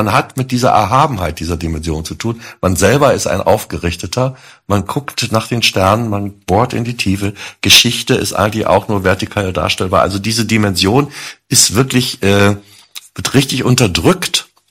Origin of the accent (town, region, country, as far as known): Berlin, Germany